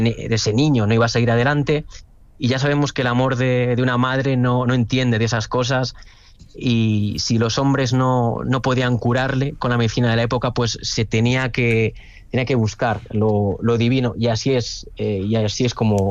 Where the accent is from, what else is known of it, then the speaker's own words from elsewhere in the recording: Alcañices, Castile and León, Spain; que los zamoranos lo tengamos ahí un poco quizás olvidado, entre los que yo me incluyo. Por ejemplo, mi pueblo de Alcañices está a 100 kilómetros